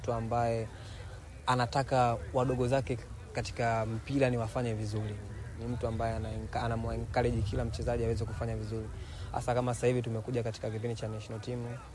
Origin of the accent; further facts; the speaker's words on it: Tanzania; Kwa mimi kama Mtanzania